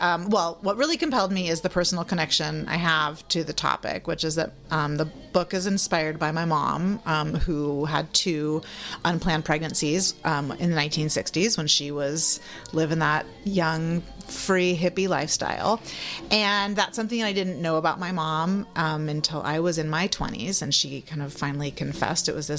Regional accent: California, United States; You know, I grew up in the Bay Area.

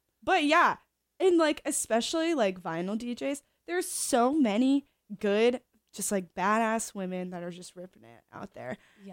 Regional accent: Portland, Oregon, United States; And like, this is just, it's incredibly ironic because I grew up mostly in Portland

